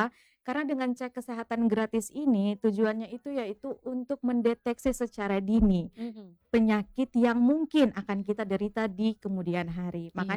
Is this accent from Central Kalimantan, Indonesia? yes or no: no; Kupang, East Nusa Tenggara, Indonesia; kita sebagai orang Kupang ya, kita orang NTT lah, orang Kupang. Di sini saya kan juga orang Kupang nih, Kak.